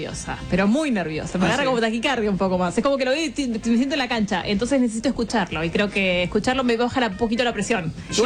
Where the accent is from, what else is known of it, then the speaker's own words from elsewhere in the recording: Argentina; somos cabuleros los argentinos